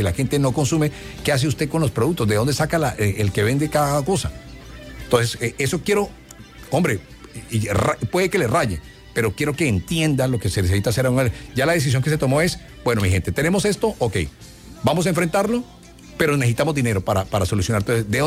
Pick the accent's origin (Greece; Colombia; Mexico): Colombia; Atlántico; Bueno, yo no sé si la gente sabe, pero yo soy de Barrio Abajo.